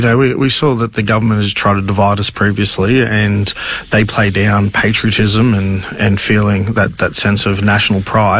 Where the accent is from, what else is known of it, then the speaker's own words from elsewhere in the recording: Australia; That's all a part of being Australian.